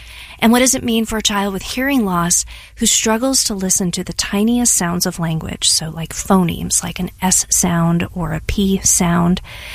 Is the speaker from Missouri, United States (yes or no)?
yes; Ballwin, Missouri, United States; So I was lucky enough to go to Lutheran High School South in South County, Missouri, but I grew up in Ballin, so a bunch of my West County friends and I used to make the trek down south every single day.